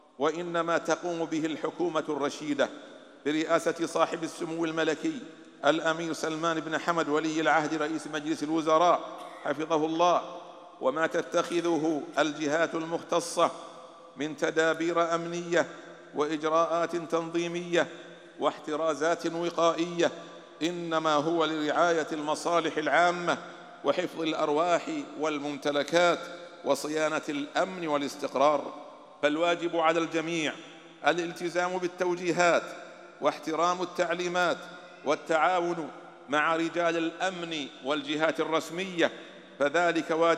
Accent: Bahrain; بلادنا البحرين

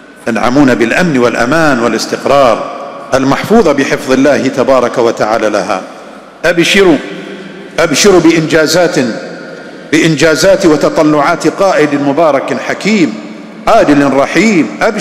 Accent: Bahrain

